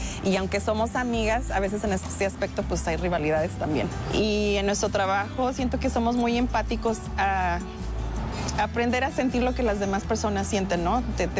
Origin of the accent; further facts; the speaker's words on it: Sombrerete, Zacatecas, Mexico; moved away as an adult; also born or lived in San Francisco, California; now in Richmond, United States; soy originaria de Sombrerete, Zacatecas, pero originaria de aquí también. Yo crecí en Sombrerete, pero nací en San Francisco, California. Cuando llegué aquí, empecé a ir a la escuela